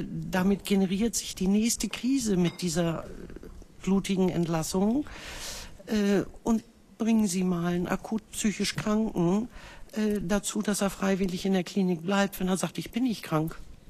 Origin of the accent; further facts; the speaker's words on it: Eutin, Schleswig-Holstein, Germany; Ich komme jetzt aus dem Flächenkreis, aus Eutin.